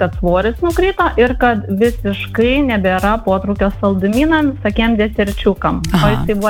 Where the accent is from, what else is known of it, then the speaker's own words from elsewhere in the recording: Panevėžys, Panevėžys County, Lithuania; esu iš Panevėžio.